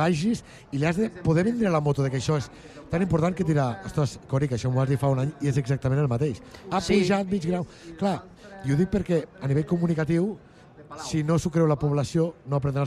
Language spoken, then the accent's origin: Catalan; Catalonia, Spain; els catalans som els catalans